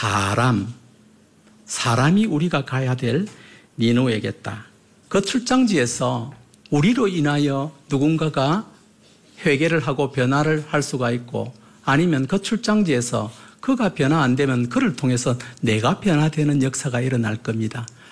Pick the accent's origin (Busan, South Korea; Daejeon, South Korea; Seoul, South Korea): Busan, South Korea; moved away as an adult; now in Jeolla, South Korea; 저는 부산 사람인데